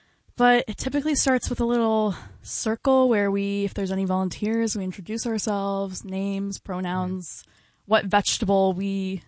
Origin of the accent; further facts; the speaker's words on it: California, United States; Yeah, like I said, I'm from California, haven't really spent any extended time in the Hudson Valley.